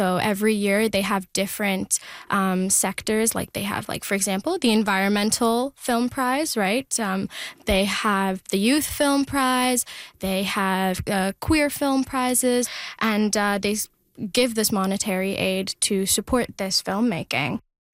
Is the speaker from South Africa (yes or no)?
no; India; first language Telugu; English is a second language; media, which is, again, my native language. In Telugu media, they still put on plays.